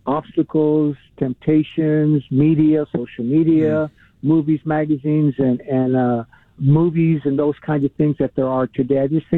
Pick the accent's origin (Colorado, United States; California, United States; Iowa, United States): California, United States; Los Angeles; And I grew up in Northeast L.A., which is, there's known for violence and gangs and drugs and things like that.